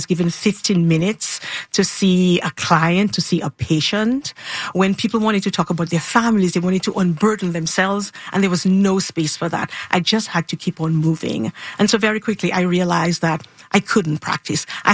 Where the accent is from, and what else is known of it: Dominica; born or raised there